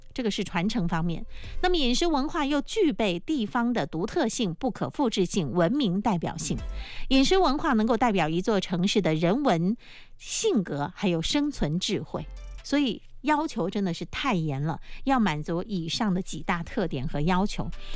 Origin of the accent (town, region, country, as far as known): Quanzhou, Fujian, China